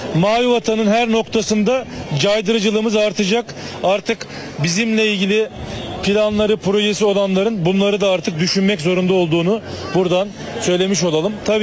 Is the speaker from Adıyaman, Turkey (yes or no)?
no; Gölcük, Kocaeli, Turkey; Hani buranın bir evladıyım ben. Gölcük'te doğup büyüdüm.